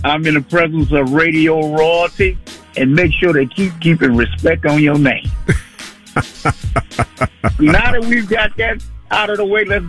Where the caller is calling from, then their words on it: Saint Paul, Minnesota, United States; I'm calling from St. Paul. I'm near the fairgrounds.